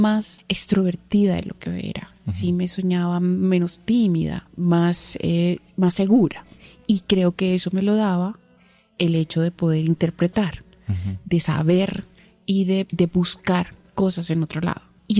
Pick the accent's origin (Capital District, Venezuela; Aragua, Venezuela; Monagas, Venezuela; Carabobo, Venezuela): Carabobo, Venezuela; Valencia; yo soy de Valencia, mi hermana llegaba a Valencia